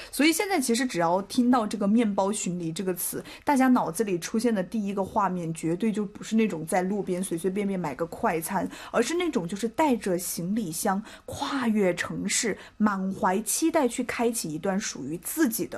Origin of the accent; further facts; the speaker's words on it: South Korea; 咱们韩国人